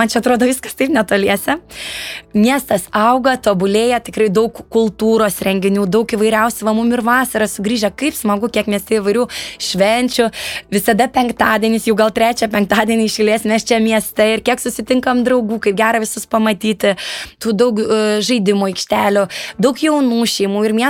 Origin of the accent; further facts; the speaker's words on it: Panevėžys, Panevėžys County, Lithuania; moved away; aš augau Staniūnų gatvėje ir aš augau tame buvusiame bendrabutyje.